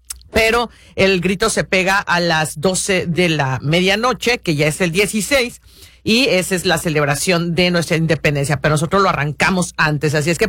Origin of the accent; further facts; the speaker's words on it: Mexico; los chiles rellenos en nogada son típicos en mi país en estas fechas